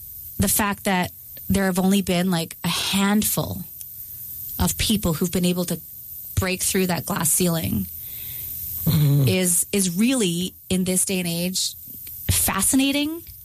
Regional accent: Dauphin, Manitoba, Canada; I think even for myself growing up in Dauphin, there were only, you know, one or two instructors.

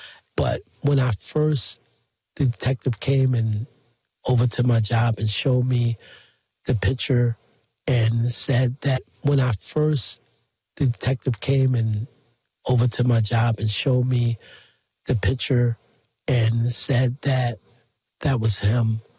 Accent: Hartford, Connecticut, United States; You know, we are from Hartford. Hartford is very small.

